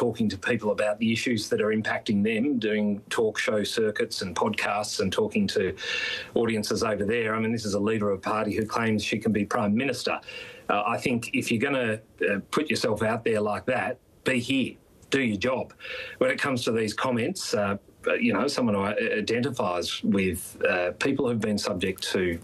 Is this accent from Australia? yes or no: yes; Australia; back to the point I made about being Australian and being proud